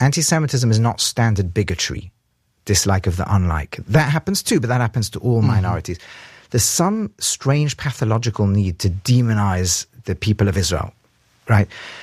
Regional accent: England, United Kingdom; I grew up in England. I studied Bible.

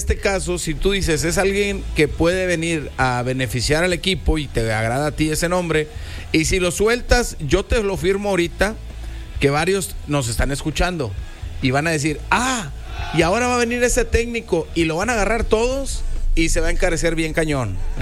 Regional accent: Guadalupe, Mexico; Sí, pero yo, como soy de Guadalupe, te apoyo a ti y a Zavala.

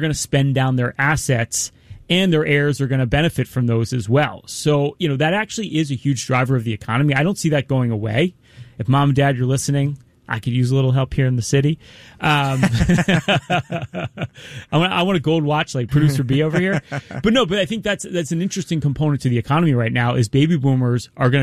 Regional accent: Philadelphia, Pennsylvania, United States; Because I'm from Philadelphia.

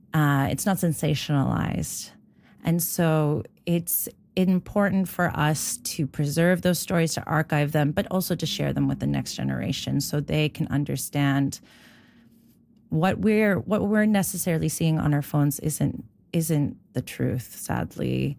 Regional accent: Dartmouth, Nova Scotia, Canada; Growing up in Nova Scotia, in Dartmouth, as part of the diaspora, I was always raised to be a very proud Filipino by my parents. Even though I had very little understanding of what the Philippines was like, I never grew up there. And so I didn't even know the language

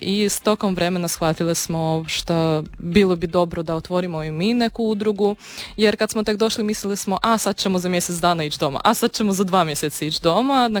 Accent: Odesa, Odesa Oblast, Ukraine; Croatian is a second language; moved away as an adult; now in Pula, Croatia; Ja sam iz Odese, iz grada na Crnom moru i stvarno jednog predivnog grada. U sedmom koljenu sam odesitka, moja sedam puta prabaka čak je gradila taj grad, tako da sam baš iz onog jednog predivnog ukrajinskog grada.

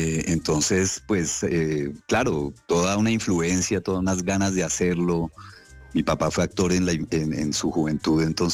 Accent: Manizales, Caldas, Colombia; me lo saqué de mi infancia en Manizales. Yo me crié en Manizales en los ochentas

